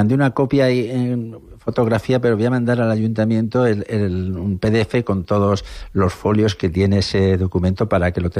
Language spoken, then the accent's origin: Spanish; Tarazona de la Mancha, Castilla-La Mancha, Spain; born there; en Tarazona, mi pueblo